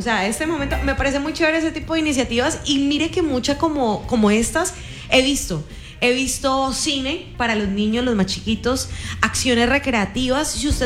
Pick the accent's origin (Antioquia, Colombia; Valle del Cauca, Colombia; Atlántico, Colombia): Valle del Cauca, Colombia; Cali; sacar la cabeza como caleños